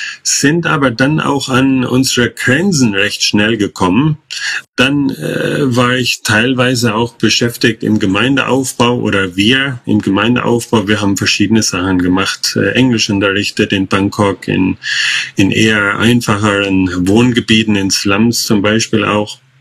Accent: Central Germany, Germany; moved away as an adult; also born or lived in Thailand; Ich komme hier gebürtig aus der Mitte von Deutschland. Vielleicht hört man das auch ein bisschen an meinem Akzent. Und ja, war 15 Jahre mit OMF in Asien gewesen

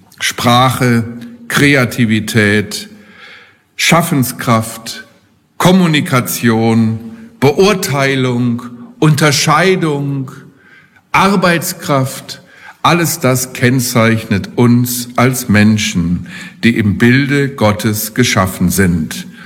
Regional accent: Germany; Wir sind ganz stolz als Deutsche

